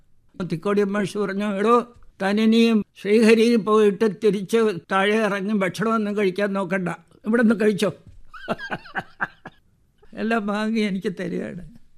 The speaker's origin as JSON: {"language": "Malayalam", "town": "Thiruvananthapuram", "region": "Kerala", "country": "India", "lives_now": "Kozhikode, India", "said": "ഞാൻ തിരുവനന്തപുരത്തുകാരനാണ്. കോഴിക്കോട്ട് വന്നപ്പോൾ എഴുതി തുടങ്ങിയ ഒരു ചെറുപ്പക്കാരനായ എന്നെ കാണാൻ ഈ വലിയ എഴുത്തുകാർ എങ്ങനെ എൻ്റെ റൂം അന്വേഷിച്ചെത്തി"}